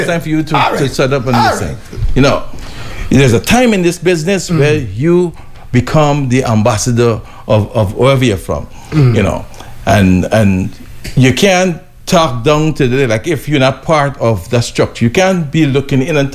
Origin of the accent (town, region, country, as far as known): Guyana